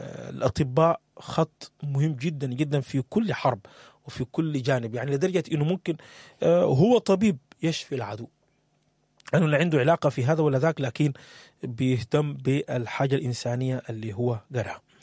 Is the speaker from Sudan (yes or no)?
yes; Sudan; وشنو الجديد في الأخبار في بلدنا السودان.